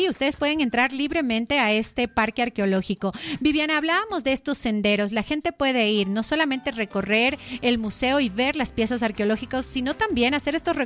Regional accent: Ecuador

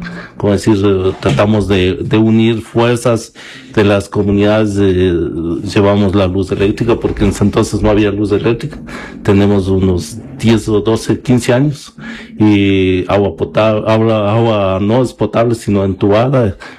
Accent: Guaranda, Bolívar, Ecuador; moved away as an adult; also born or lived in Quito; now in Guaranda, Ecuador; soy del Cantón Guaranda, de la parroquia San Lorenzo, de un recinto Amapolas. Yo nací, crecí ahí y justamente salí a los 18 años de mi parroquia y me fui a Quito. Trabajé 22 años, vine a los 40 años, nuevamente regresé acá a la provincia de Bolívar, jubilado

